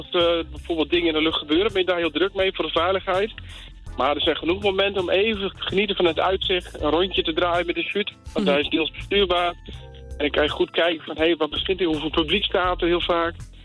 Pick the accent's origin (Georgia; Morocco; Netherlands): Netherlands; Drenthe; born there; moved away; toen ik in Drenthe woonde.